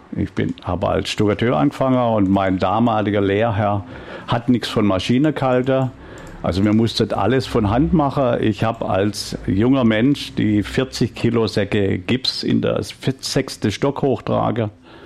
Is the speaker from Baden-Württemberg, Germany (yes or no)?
yes; Weiler in den Bergen, Baden-Württemberg, Germany; born there; bürgerlicher Umfeld aufgewachsen und zwar in einem kleinen Kuhnest. Bin geboren in Weiler in den Bergen. Das ist noch kleineres Kuhnest. Bin also unter Bauern aufgewachsen, bin als kleiner Junge mit so 4, 5 erstmal selbst mit dem Traktor gefahren.